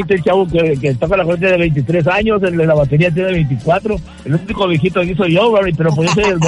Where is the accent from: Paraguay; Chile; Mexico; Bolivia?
Mexico; Puebla; moved away; yo quiero estar ahí en Puebla, porque la verdad añoro mi pueblo, añoro mi gente que tanto me quiere.